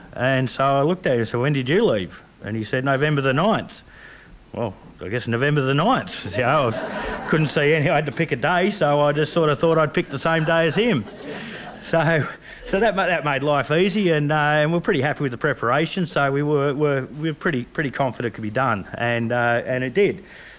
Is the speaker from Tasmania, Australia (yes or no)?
yes; Tasmania, Australia; So I grew up sailing around Tasmania, done a lot of trips up and down the coast, 4 circumnavigations to Tasmania